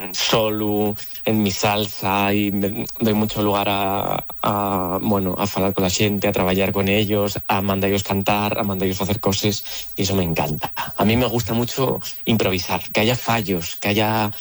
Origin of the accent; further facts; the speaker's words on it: Oviedo, Asturias, Spain; que tengo muchas ganas de traer a Uvieu porque yo soy de Uvieu, entonces viene a verme todo el mundo, espero.